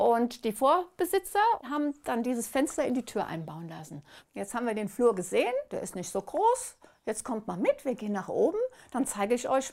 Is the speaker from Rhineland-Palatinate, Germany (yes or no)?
yes; Gelbachtal, Rhineland-Palatinate, Germany; Ich glaube, das liegt an meiner Kindheit. Ich bin praktisch im Wald aufgewachsen. Und zwar im Gelbachtal.